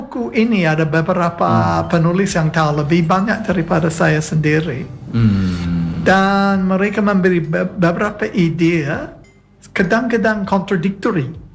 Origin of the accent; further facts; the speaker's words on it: Australia; Saya memang orang Australia. Saya keturunan orang Inggris, tapi DNA saya termasuk orang Afrika hitam. Nenek moyang saya termasuk orang Afrika hitam